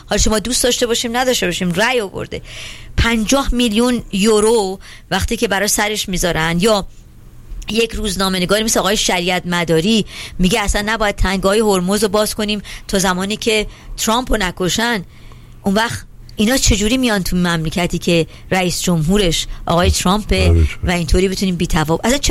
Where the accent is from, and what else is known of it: Iran; moved away